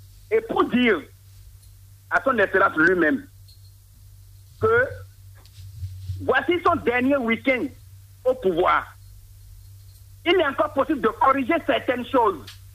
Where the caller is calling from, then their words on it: Cotonou, Littoral, Benin; je suis à Cotonou actuellement.